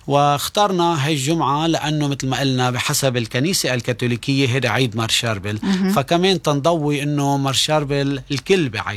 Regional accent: Lebanon; moved away; نحنا جايين من لبنان وكموارني وأبناء الجبال بنات الجبال، منفتخر بإيماننا،

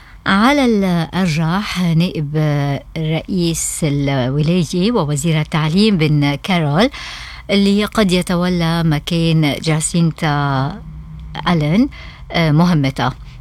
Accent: Lebanon; now in Australia; فترة الحرب الأهلية عنا بلبنان

